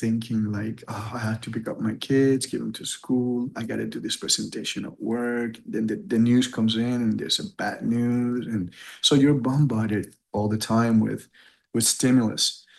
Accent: Puerto Rico; I'm from Puerto Rico and I live in an island and I spend a lot of time in the beach and I'm a waterman.

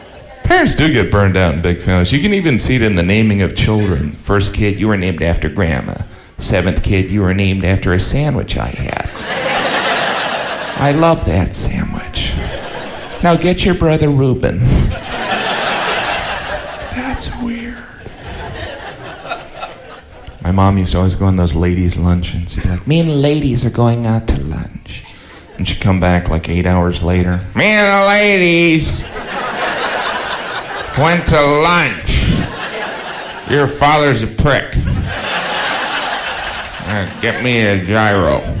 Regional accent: Indiana, United States; I am from Indiana, and I know what most of you are thinking. Indiana, Mafia. But where I grew up, there was something very similar to the Mafia, 4-H.

